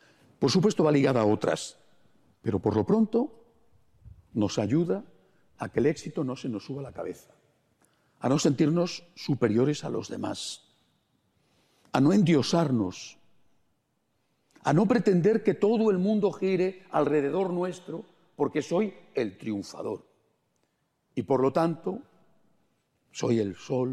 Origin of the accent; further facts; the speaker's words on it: Spain; En mi país, en España, no teníamos niños.